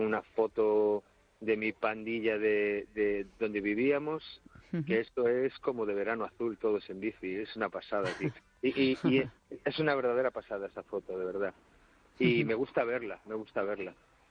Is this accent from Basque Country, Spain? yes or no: no; Cangas, Galicia, Spain; de cuando vivíamos de mi infancia en Masó y allí en Cangas, que la recuerdo con un cariño